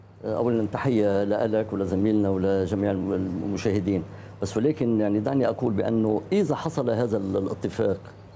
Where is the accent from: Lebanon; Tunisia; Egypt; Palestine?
Lebanon; أنا كمواطن لبناني